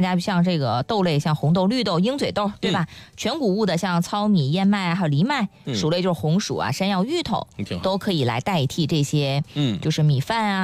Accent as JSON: {"language": "Chinese", "region": "Tianjin", "country": "China", "said": "对，我觉得就拿咱们天津举例子啊，咱们本地人，碳水，谁敢说咱们天津人不吃碳水？"}